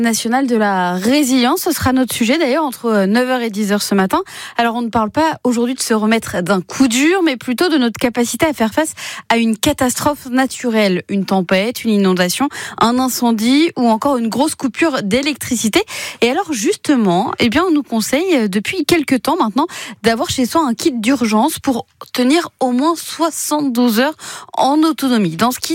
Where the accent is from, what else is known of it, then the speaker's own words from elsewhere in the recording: Brittany, France; chez nous en Bretagne